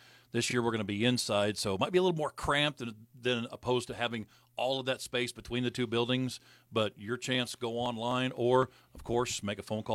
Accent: Missouri, United States; moved away; My hometown was a half an hour to the nearest fast food, an hour to the nearest McDonald's, and an hour to the nearest movie theater.

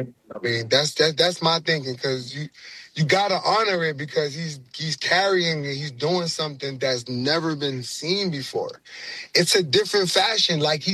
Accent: New York, United States; I stand on that firm. I'm from New York, whole lot.

